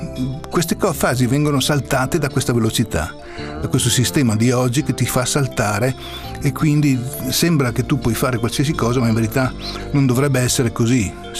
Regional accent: Pordenone, Friuli-Venezia Giulia, Italy; Ma no, addirittura per quanto riguarda, per esempio, io sono di Pordenone, no?

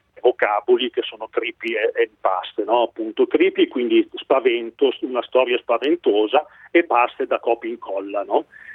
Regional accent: Alessandria, Piedmont, Italy; io sono di Alessandria

